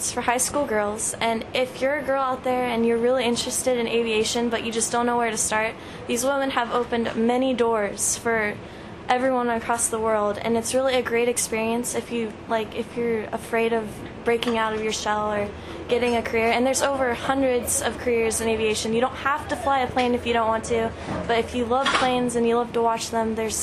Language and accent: English; Columbus, Ohio, United States; I'm from Columbus, Ohio. I've lived there pretty much all of my life, so it's a big experience to step out of Ohio and get involved.